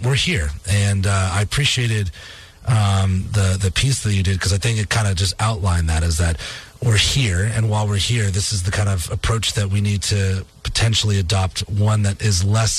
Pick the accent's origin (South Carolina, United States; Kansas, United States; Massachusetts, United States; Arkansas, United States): Massachusetts, United States; born or raised there; moved away